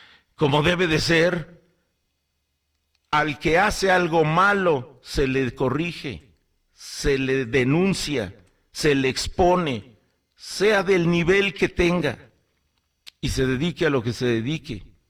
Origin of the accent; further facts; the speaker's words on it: Mexico; en las que podamos sentirnos orgullosos como mexicanos.